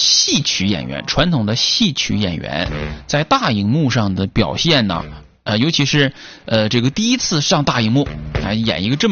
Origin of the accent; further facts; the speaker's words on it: Songyuan, Jilin, China; 比如说我的老家松原